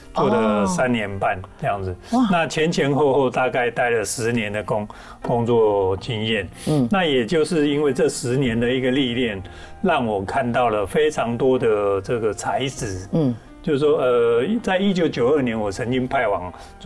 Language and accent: Chinese; New Taipei City, Taiwan; 我小时候住新北市的板桥甘阿嘴。哦，哎，我在那边生的。